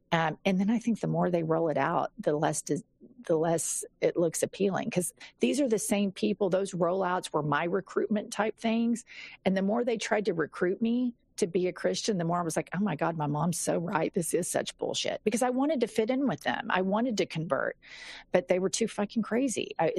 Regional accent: Bible Belt, United States; But here's something I know about growing up in the Bible Belt.

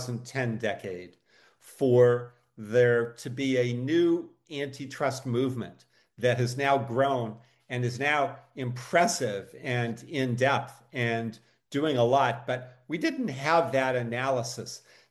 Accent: Massachusetts, United States; I'm from Massachusetts.

